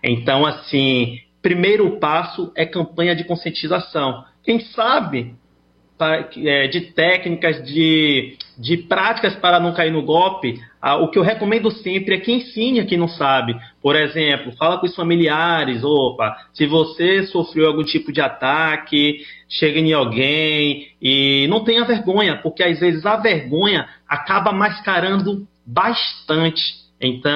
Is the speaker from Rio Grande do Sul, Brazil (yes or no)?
no; Salvador, Bahia, Brazil; Não, eu sou de Salvador.